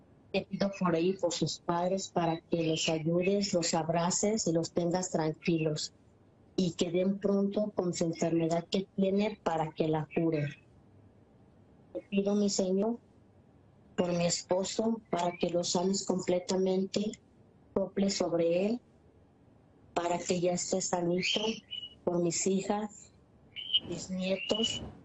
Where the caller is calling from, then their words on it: Ocotlán, Jalisco, Mexico; Hablo de Ocotlán, Jalisco, México.